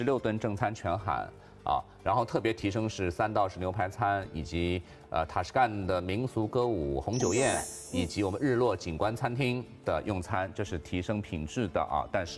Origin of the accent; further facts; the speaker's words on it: China; 对我们中国人来说